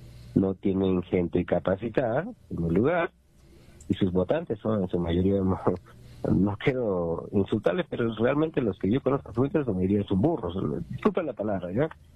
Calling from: Peru

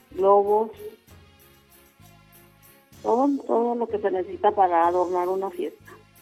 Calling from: Mexico; Yo les hablo de acá de Corraleño

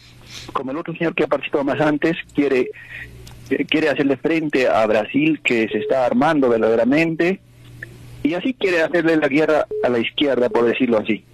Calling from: Sandia, Puno, Peru; de Sandia.

